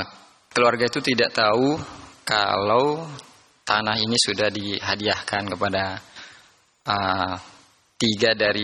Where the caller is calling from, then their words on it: Depok, West Java, Indonesia; saya dari Depok.